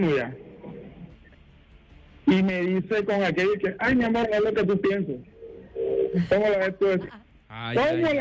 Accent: Caribbean Region, Colombia; O sea, yo vivo acá en el Salvaje, pero yo soy costeño.

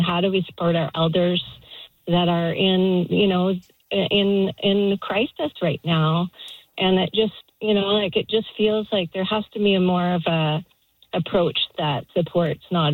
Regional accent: British Columbia, Canada; And, you know, I grew up in the Okanagan. I don't live there anymore

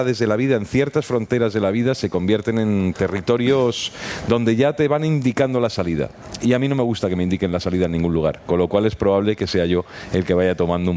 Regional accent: Madrid, Community of Madrid, Spain; pero los que somos de Madrid también tenemos a veces esa sensación de que la ciudad conviene ir distanciándose de ella de vez en cuando.

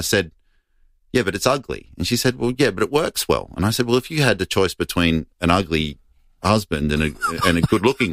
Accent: Adelaide, South Australia, Australia; So Adelaide's the 11th store, and it's super special that it's in my hometown.

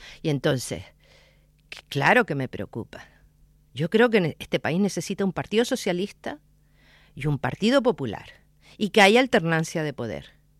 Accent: Canary Islands, Spain; los canarios que fuimos emigrantes

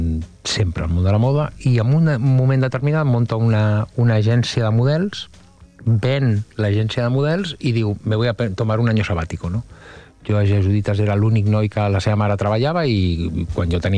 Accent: Barcelona, Catalonia, Spain; vinc d'una família de classe mitja alta de la ciutat de Barcelona, molt clàssica i molt típica, no?, de professionals liberals

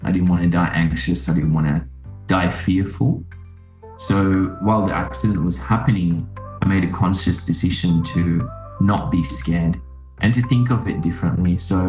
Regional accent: Sri Lanka; I grew up in Sri Lanka and my mum caught me once smoking a cigarette butt in the backyard when I was like 5 years old.

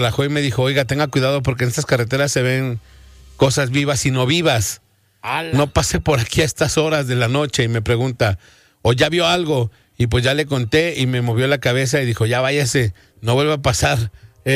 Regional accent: Celaya, Guanajuato, Mexico; now in Guadalajara, Mexico; yo soy de Celaya, Guanajuato. Y por esta empresa llegué a Guadalajara a trabajar.

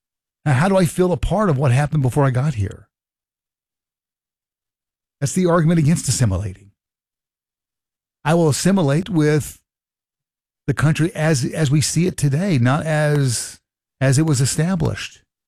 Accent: Hancock County, Kentucky, United States; I grew up in Hancock County

